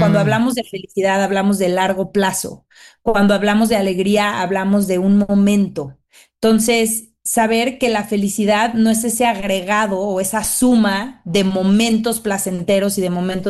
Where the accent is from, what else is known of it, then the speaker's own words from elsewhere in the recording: Mexico; me sentí muy, muy orgullosa de ser mexicana